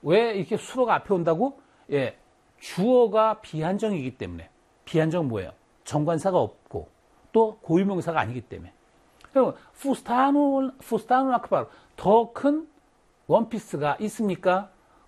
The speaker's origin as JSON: {"language": "Korean", "town": "Wonju", "region": "Gangwon", "country": "South Korea", "tie": "born or raised there", "said": "내 고향 원주가 제일 예쁘다고 생각하는데"}